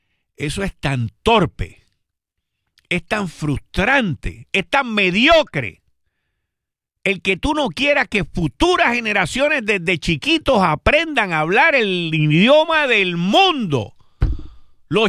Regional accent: Puerto Rico; nosotros somos una colonia de Estados Unidos hace más de 100 años.

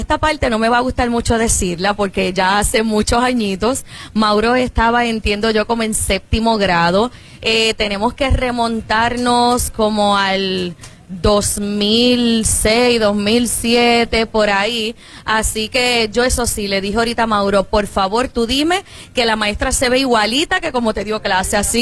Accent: Puerto Rico; Aquí estuvo el alcalde de mi pueblo, Cristian Cortés

